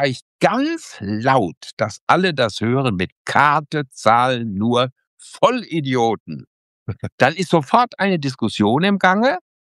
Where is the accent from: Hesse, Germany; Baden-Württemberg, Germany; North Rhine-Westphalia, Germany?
North Rhine-Westphalia, Germany; Minden; Minden ist ja meine Heimat.